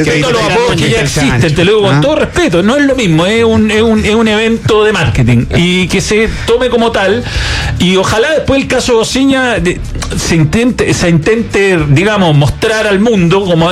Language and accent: Spanish; Chile; nosotros que somos chilenos y estamos en la esquina del mundo